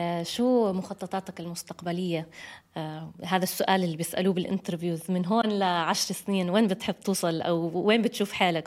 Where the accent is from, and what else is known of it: Palestine